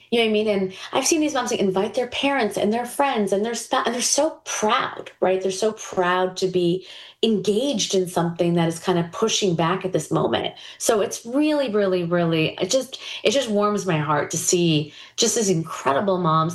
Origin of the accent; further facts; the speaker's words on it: New York, United States; I'm a New Yorker.